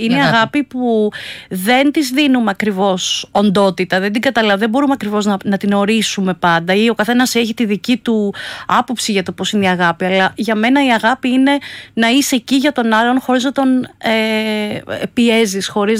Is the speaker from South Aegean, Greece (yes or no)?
no; Attica, Greece; Μεγάλωσα κυρίως στα νότια προάστια γενικά. Γεννήθηκα στο Φάληρο, μετά βρέθηκα για λίγο στον Άλυμο, μετά κατέληξα στην Κλειφάδα για καμιά 25 χρόνια. Είμαι των νοτίων γενικά παιδί.